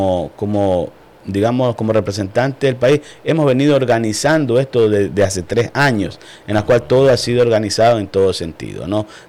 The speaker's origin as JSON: {"language": "Spanish", "region": "Manabí", "country": "Ecuador", "said": "como ecuatoriano y como manavita"}